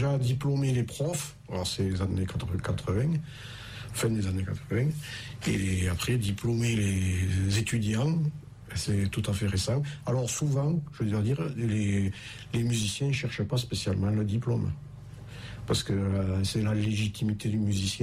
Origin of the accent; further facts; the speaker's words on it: Toulouse, Occitanie, France; moved away as an adult; now in Cardaillac, France; Alors, natif de Toulouse.